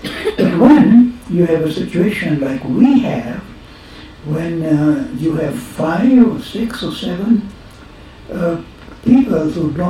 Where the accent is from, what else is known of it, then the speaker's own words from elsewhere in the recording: Kenya; moved away as an adult; I'm not Indian, I'm not Asian, I'm not African. I'm a Kenyan. I was born here, I grew up here, I was exiled from here, I was taken back from here. That's my country.